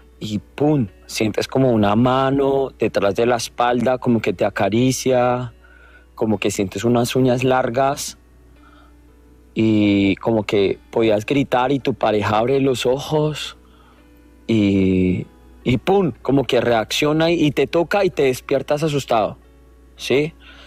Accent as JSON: {"language": "Spanish", "region": "Bogotá", "country": "Colombia", "said": "Yo soy de Bogotá, de mi bella Bogotá, Colombia."}